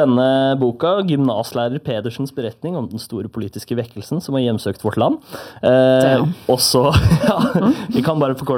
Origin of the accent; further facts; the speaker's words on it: Moss, Østfold, Norway; Swedish is a second language; Men jag är från Moss.